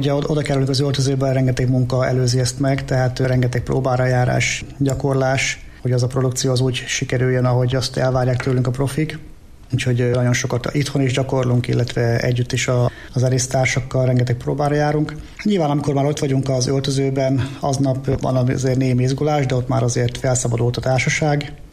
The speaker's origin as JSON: {"language": "Hungarian", "country": "Slovakia", "tie": "born or raised there", "moved": "yes", "lives_now": "Hungary", "said": "én felvidéki születésű vagyok"}